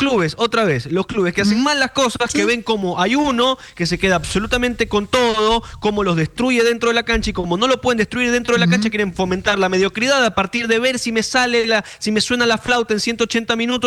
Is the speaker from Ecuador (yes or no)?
yes; Guayaquil, Guayas, Ecuador; me lo planteo como guayaquileño